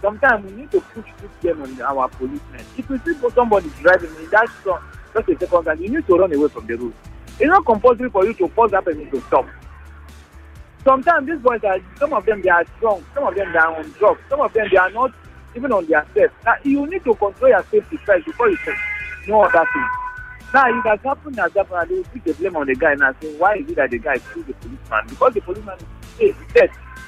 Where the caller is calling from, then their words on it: Lagos, Nigeria; I'm calling from Ikoyi.